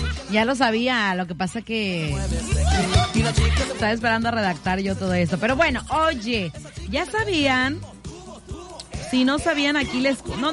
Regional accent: Mexico

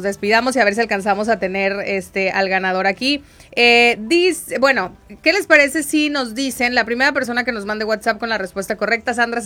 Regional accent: Mexico; como los mexicanos, que aparte somos cálidos para recibir a la gente.

